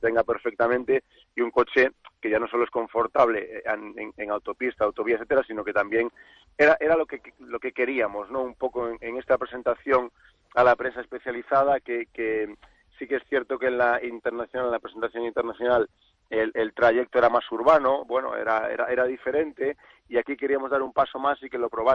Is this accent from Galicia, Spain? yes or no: yes; Galicia, Spain; Yo como gallego...